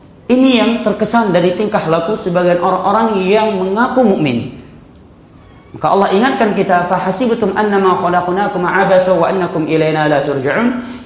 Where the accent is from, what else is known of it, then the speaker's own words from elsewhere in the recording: Pidie Jaya, Aceh, Indonesia; di daerah saya terjadi sepertiga akhir malam sebelum waktu subuh di Pidijaya.